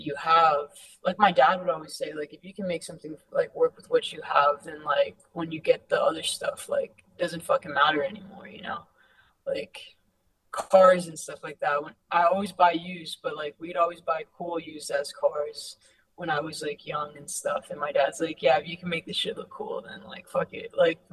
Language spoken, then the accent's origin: English; United States; I'm from Highland Park, and like you frequent these shops as a kid that are still there, even though it's like gentrified.